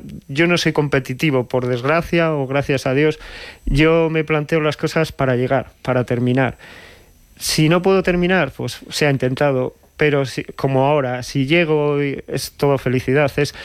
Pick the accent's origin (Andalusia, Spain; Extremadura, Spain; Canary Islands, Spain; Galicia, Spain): Andalusia, Spain; Coín; mi pueblo, Coín, está a 80 kilómetros de Ronda.